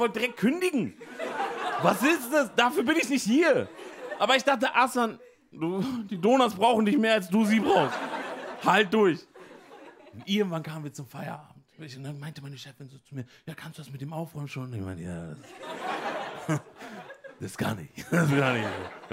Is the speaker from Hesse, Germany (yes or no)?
no; Emden, Lower Saxony, Germany; moved away; Ich bin aufgewachsen in Emden. Ich habe es geliebt in Emden.